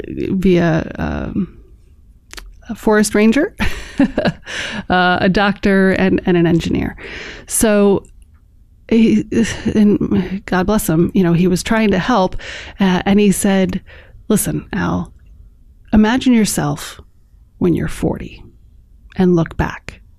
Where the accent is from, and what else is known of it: Chicago, Illinois, United States; born or raised there